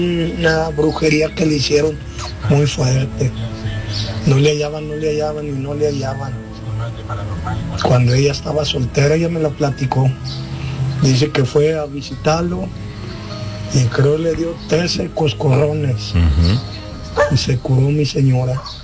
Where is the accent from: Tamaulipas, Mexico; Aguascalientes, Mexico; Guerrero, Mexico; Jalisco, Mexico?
Aguascalientes, Mexico; Rincón de Romos; yo también conocí al padre Nieves, yo soy de Rincón de Romos